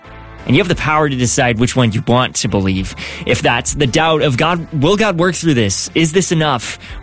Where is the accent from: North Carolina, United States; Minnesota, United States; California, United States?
Minnesota, United States; moved away; I'm from Minnesota.